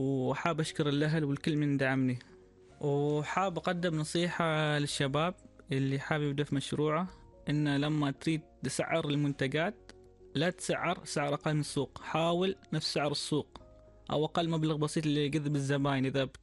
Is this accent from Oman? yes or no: yes; Oman; عندنا في عمان